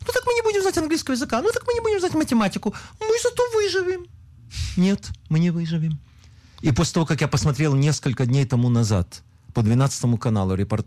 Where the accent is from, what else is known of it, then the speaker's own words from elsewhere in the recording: Lviv, Lviv Oblast, Ukraine; born there; moved away; Я приехал из Советского Союза. Из города Львова, там я родился.